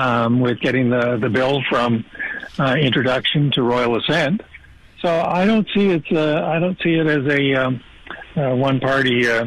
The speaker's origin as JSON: {"language": "English", "country": "Canada"}